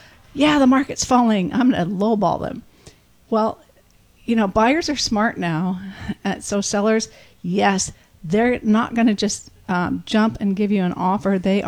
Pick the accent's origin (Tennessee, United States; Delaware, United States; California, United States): California, United States; Santa Barbara; now in Santa Ynez Valley, United States; I'm from Santa Barbara, but I lived in Santa Barbara how many years? 38 years, and now we've been here 18.